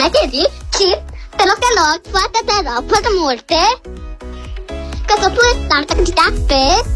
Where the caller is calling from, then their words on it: Bucharest, Romania; din București.